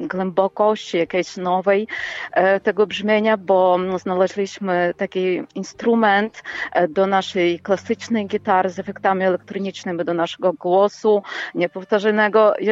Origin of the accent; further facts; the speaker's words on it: Lviv, Lviv Oblast, Ukraine; Polish is a second language; moved away as an adult; now in Poland; we Lwowie, w którym się, jak pan powiedział, urodziliśmy, wychowaliśmy się